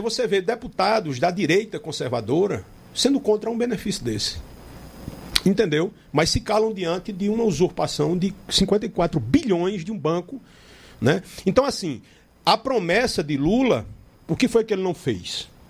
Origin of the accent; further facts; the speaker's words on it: Campina Grande, Paraíba, Brazil; minha cidade, sou natural daqui, né? Minha neta mora aqui, meus filhos moram aqui, meu pai, minha família.